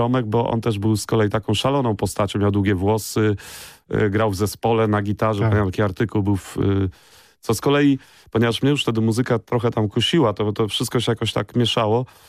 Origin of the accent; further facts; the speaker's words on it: Warsaw, Masovian Voivodeship, Poland; ja jestem z Grochowa częściowo jestem ze Stegiem, to jak zwykle w Warszawie, tam ludzie się przeprowadzają i tego.